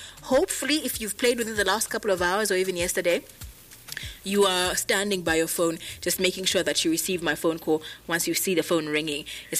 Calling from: Zambia; I'm calling from Windbig, Zambia.

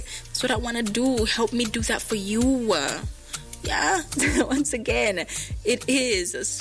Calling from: Zambia; I'm calling you from Winbig, Zambia.

